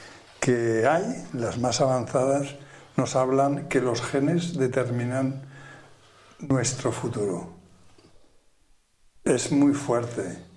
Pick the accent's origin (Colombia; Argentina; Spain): Spain; Aragon; yo recuerdo a uno de la provincia de Huesca, de donde soy yo